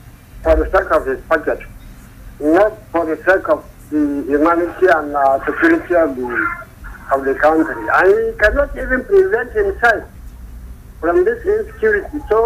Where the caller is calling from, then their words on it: Saminaka, Kaduna State, Nigeria; from Saminaka.